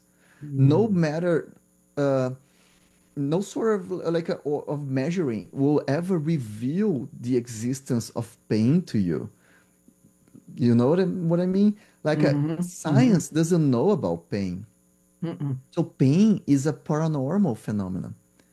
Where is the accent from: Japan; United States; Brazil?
Brazil; English is a second language; because I'm from Brazil, and Brazil medical school is undergrad.